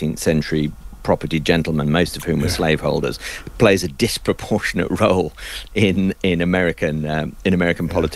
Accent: United Kingdom; we're both British talking about America

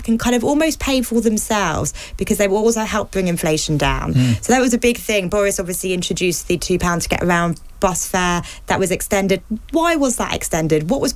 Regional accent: London, United Kingdom; I'm a Londoner. I got the bus always to school and they were cheap in London, although we still had to pay back when I was a kid.

